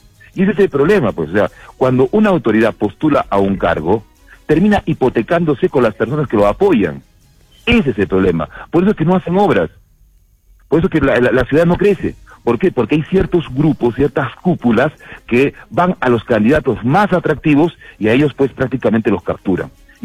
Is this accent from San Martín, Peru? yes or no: no; Arequipa, Peru; como buenos arequipeños, con esa raza guerrera, con esa sangre caliente